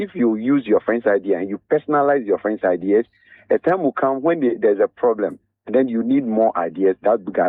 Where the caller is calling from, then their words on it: Accra, Greater Accra, Ghana; I'm calling from Achimota.